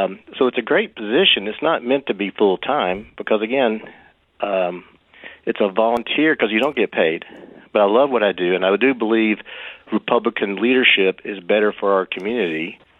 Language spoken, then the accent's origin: English; Chattanooga, Tennessee, United States; I was born and raised in Chattanooga in Hamilton County. Went to Boyd Buchanan for 11 years, graduated there, went to UTC